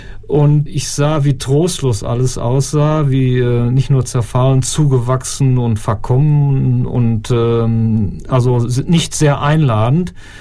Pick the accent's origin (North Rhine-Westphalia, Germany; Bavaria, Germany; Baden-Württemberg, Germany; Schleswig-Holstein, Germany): North Rhine-Westphalia, Germany; Bochum; moved away as an adult; Ich komme aus Bochum